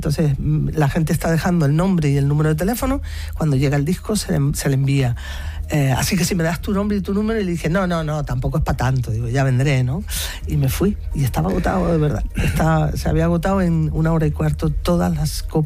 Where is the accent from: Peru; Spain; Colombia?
Spain; Canary Islands; En mi tierra, hasta hace poco, y yo creo que en la tierra nuestra en general, no solamente en Lanzarote o en Canarias, sino en España